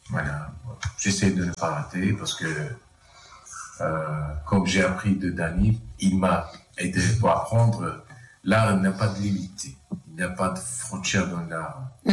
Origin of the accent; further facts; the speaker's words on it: Turkey; born there; French is a second language; moved away; je suis né en Turquie...